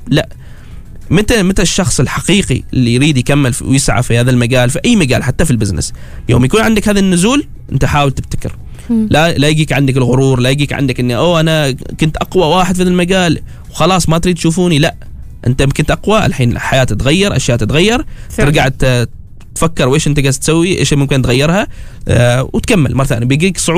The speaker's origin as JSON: {"language": "Arabic", "country": "Oman", "said": "نحن كعمانيين"}